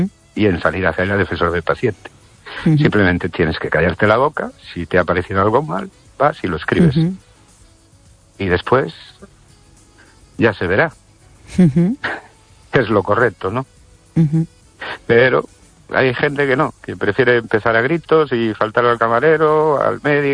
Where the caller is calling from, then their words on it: Ourense, Galicia, Spain; de Orense.